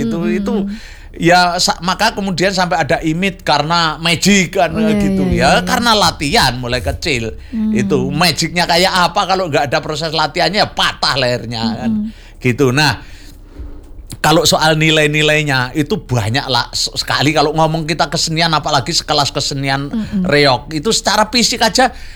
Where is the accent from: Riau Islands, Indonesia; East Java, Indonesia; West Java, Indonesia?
East Java, Indonesia; kita orang Jawa Timur, khususnya Ponorogo